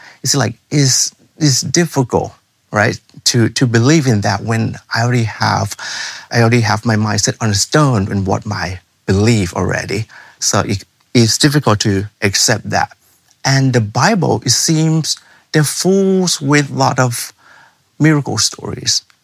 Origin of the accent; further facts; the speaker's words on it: Thailand; English is a second language; I was from Thailand. We kind of be nice with people, but the way we are nice with people are different